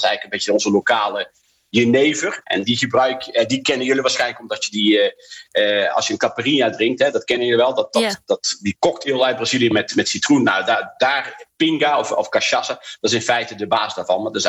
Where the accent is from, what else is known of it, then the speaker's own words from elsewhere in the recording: Netherlands; Hè, bij voetbal bijvoorbeeld als Nederlanders samen. Dan drink je ook een biertje.